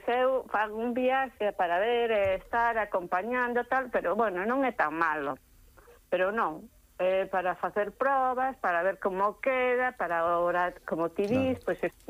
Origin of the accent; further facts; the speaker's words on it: Betanzos, Galicia, Spain; Os que somos de Betanzos ou que vivimos en Betanzos, os que sabemos...